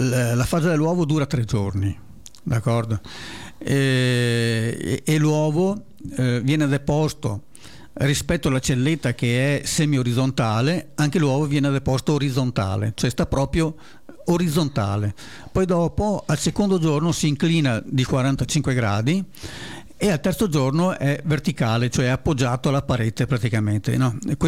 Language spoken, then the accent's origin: Italian; Lusia, Veneto, Italy; Questo succede anche succedeva anche dalle mie parti. Lusia